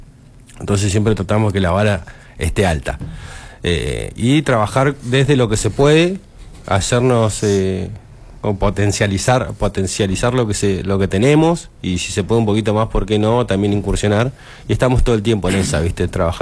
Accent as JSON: {"language": "Spanish", "region": "Neuquén", "country": "Argentina", "tie": "born there", "said": "Yo vengo de afuera, pero soy de la provincia, ¿no? Soy nacido en Neuquén. Pero estamos acá nomás."}